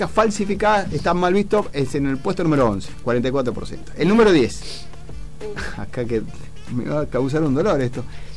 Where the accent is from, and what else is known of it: Argentina